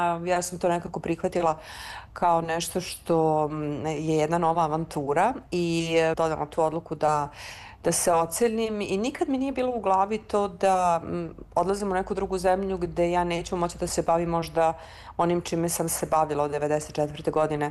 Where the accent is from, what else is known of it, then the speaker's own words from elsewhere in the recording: Belgrade, Serbia; ja sam rođena na Vračaru, moj tata je rođen na Vračaru, ja sam tu negde provela svoje detinjstvo, išla sam u gimnaziju na Zelenom vencu